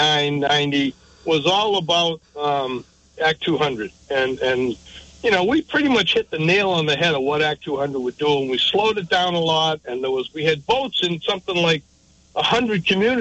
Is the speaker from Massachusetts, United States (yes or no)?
yes; Massachusetts, United States; I grew up on Cape Cod in the late 70s, 80s.